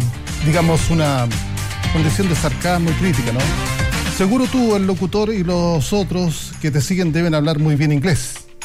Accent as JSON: {"language": "Spanish", "country": "Chile", "said": "soy chileno por si acaso"}